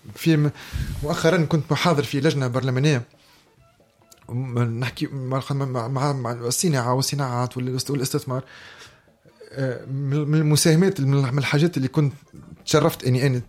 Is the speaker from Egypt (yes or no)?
no; Tunisia; كمواطن تونسي